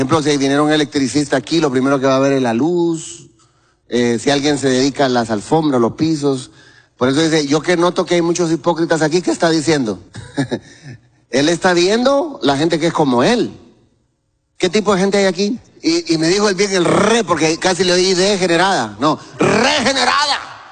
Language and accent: Spanish; Guatemala; now in Tegucigalpa, Honduras; expresión chapina, los tiliches. Donde están todos los chunches, decimos allá.